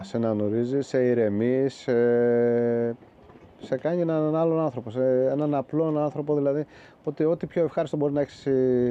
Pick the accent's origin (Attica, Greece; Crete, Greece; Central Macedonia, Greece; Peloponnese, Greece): Peloponnese, Greece; Methoni; also born or lived in Kalamata; Γεννήθηκα τα Καλαμάτα, είναι μεγάλο σαν Μεθόνη. Έφυγα από εδώ στα 18 μου, 19, πήγα Καλαμάτα, δραστηριοποιήθηκα επαγγελματικά. Οι γονείς μου υπήρχαν όμως στη Μεθόνη.